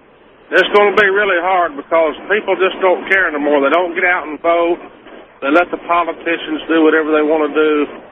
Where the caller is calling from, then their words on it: Florida, United States; from Florida.